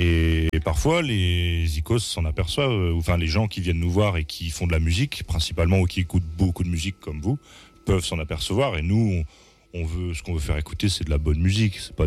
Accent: Douai, Hauts-de-France, France; Quand la sortie de l'EP, on l'a fait à Douai. Notre premier concert, c'était à Douai, donc on est des Douaisiens.

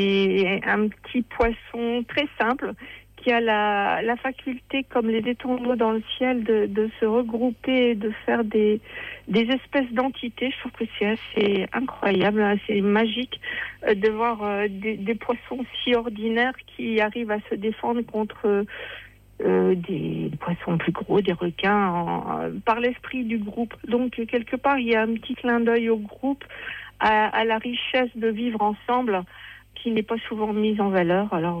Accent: Seclin, Hauts-de-France, France; born there; Je suis une vraie nordiste, née dans le nord, à Seclin, près de Lille, et très fière d'être nordiste.

